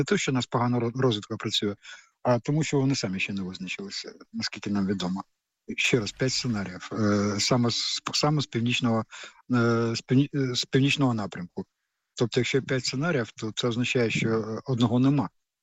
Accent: Kyiv, Ukraine; я теж корінний киянин.

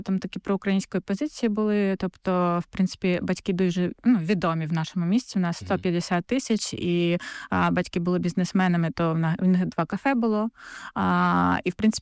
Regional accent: Melitopol, Zaporizhzhia Oblast, Ukraine; ми з Мелітополя

